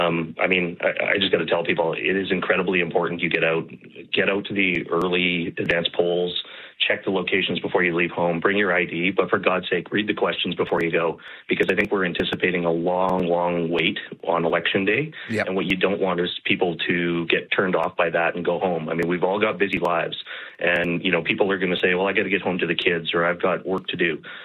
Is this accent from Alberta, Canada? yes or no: yes; Alberta, Canada; yeah, we're distinctly Albertan. We're fully Canadian.